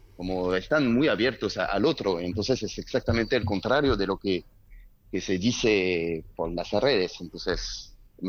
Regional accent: Lyon, Auvergne-Rhône-Alpes, France

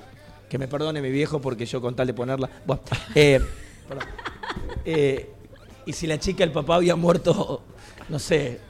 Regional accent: Lomas de Zamora, Buenos Aires Province, Argentina; hay ciertas ciudades que me hacen acordar a mi Lomas de Zamora.

